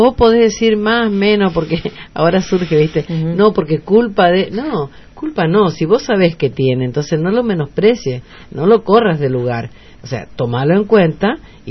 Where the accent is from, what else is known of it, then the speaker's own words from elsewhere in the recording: General Pinedo, Chaco, Argentina; yo soy de General Pinedo. Ahí está, de Pinedo. Y nunca había visto, la verdad, mira que vivo ahí desde chica.